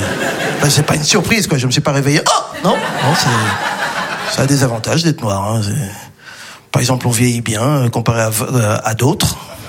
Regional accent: DR Congo; Je peux parce que je suis congolais.

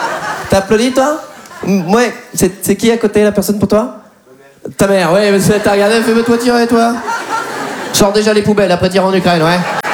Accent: Poitiers, Nouvelle-Aquitaine, France; 29 ans. Moi, je viens de Poitiers.

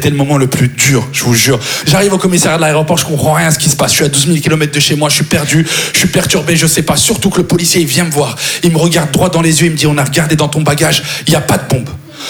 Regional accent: France; quand on est français à l'étranger et qu'on appelle notre ambassade, il y a un sentiment de fierté

